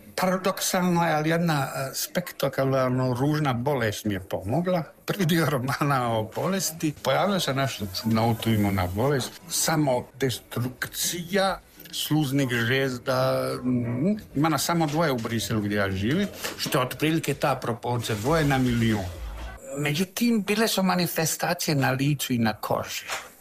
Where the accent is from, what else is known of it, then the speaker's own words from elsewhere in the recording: Bosnia & Herzegovina; now in France; u mojoj rodnoj Bosni 92. godine, potpuno gore na sjever u Savu